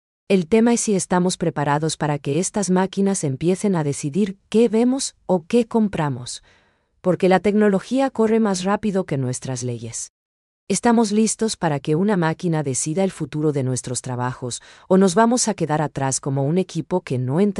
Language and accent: Spanish; Paraguay